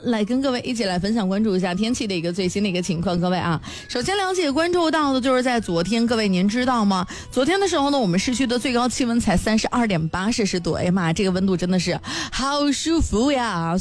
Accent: Linfen, Shanxi, China; accent: Linfen dialect (Hexi speech); 说咱这个临汾土话，说河西话

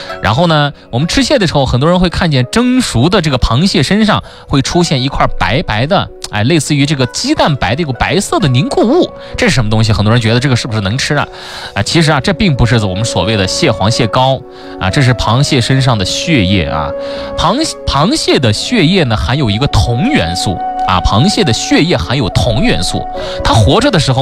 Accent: China

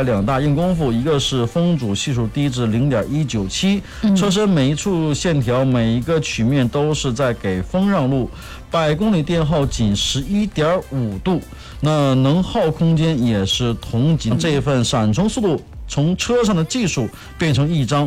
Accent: China

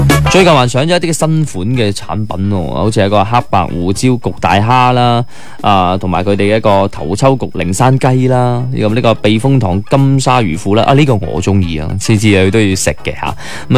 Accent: Guangdong, China; 我哋广东人

